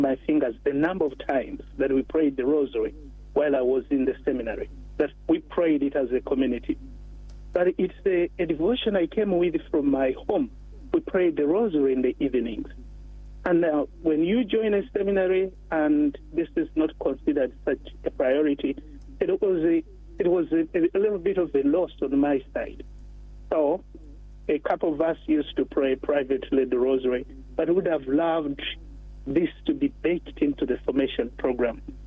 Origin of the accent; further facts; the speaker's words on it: Uganda; I come from Africa. I come from Uganda. I've always been, the church is booming there.